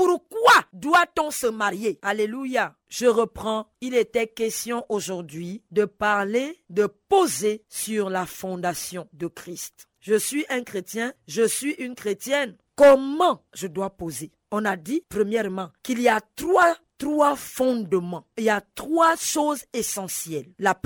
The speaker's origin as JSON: {"language": "French", "country": "Gabon", "said": "récurrent au Gabon chez moi? On a eu cela."}